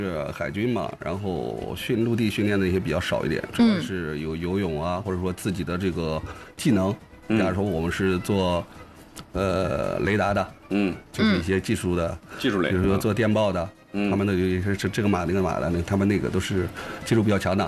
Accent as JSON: {"language": "Chinese", "country": "China", "tie": "born or raised there", "said": "因为那个我呢是土生土长的段老家村的那个村民"}